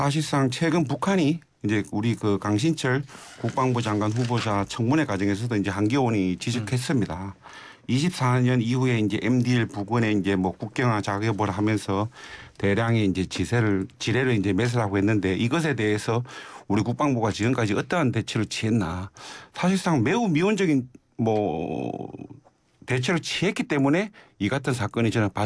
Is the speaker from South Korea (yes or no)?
yes; Mungyeong, North Gyeongsang, South Korea; moved away; 저희 고향에 계신 분들 이렇게 예, 문경 상주 지역인데